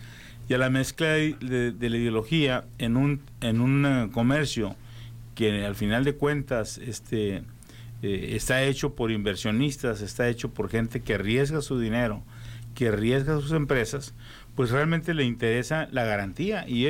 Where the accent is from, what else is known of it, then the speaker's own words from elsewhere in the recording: Mexico; a nosotros como mexicanos